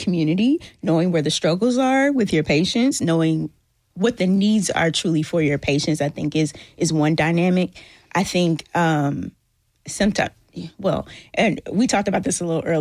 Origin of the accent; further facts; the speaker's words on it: Columbia, Tennessee, United States; I'm from Murray County. Y'all mentioned it.